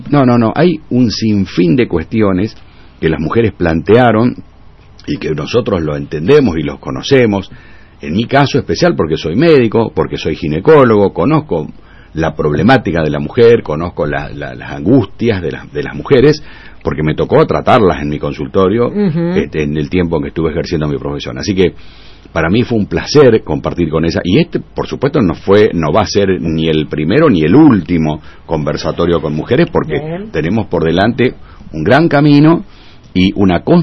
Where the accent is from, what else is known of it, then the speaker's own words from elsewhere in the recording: Villa Berthet, Chaco, Argentina; moved away as an adult; also born or lived in Presidencia Roca, Chaco; now in Resistencia, Argentina; Yo nací en Resistencia, viví en el interior. Hice la escuela primaria, parte del secundario, algunos años estuve en Resistencia haciendo secundario porque mi papá estaba en la función pública, pero después volvíamos a Villateray. Así que yo soy un hombre del interior.